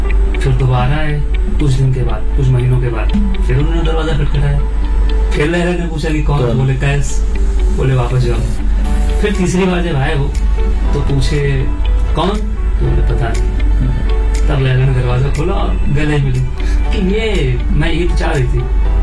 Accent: Lucknow, Uttar Pradesh, India; मैं लखनऊ से हूँ, तो मेरी उर्दू थोड़ी अच्छी ग्रिप है उर्दू पे

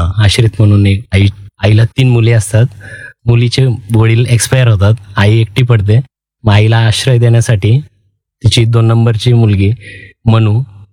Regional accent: Niphad, Maharashtra, India; मी निफाडचा आहे

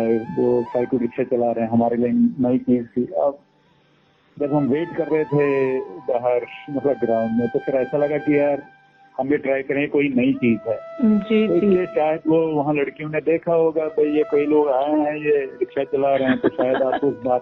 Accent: Jammu and Kashmir, India; also born or lived in Srinagar; जी देखिए, मेरा जन्म कश्मीर में हुआ। मैं

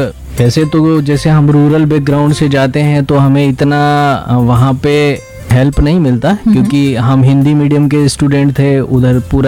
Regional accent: Rajasthan, India; born there; also born or lived in Udaipur, Rajasthan

